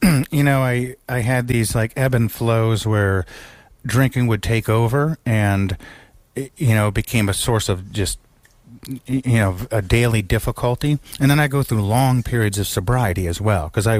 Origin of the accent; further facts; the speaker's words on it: North Canton, Ohio, United States; moved away as an adult; also born or lived in New York; I decided to come back to Ohio. I was, you know, born and raised in Northeast Ohio in North Canton.